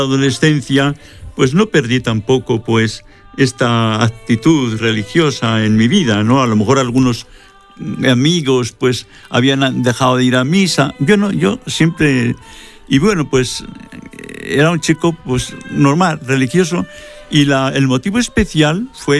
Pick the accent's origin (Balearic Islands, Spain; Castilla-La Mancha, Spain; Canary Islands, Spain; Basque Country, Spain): Castilla-La Mancha, Spain; Albalate de Zorita; Sí, ese es mi pueblo, y allí pues yo viví mi niñez, mi adolescencia, hasta que me fui al seminario.